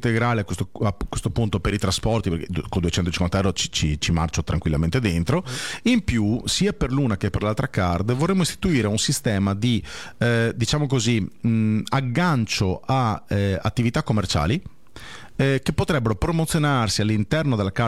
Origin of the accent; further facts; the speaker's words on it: Veneto, Italy; io da buon veneto